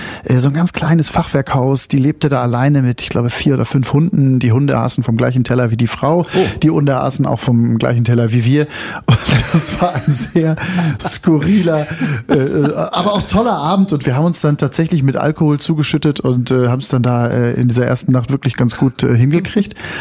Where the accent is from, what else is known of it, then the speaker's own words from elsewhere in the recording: North Rhine-Westphalia, Germany; now in Brandenburg, Germany; also gerade ich komme jetzt aus NRW, ne? Und da bin ich groß geworden und wenn dann die Leute sagen, ich sage dann, ich lebe in Brandenburg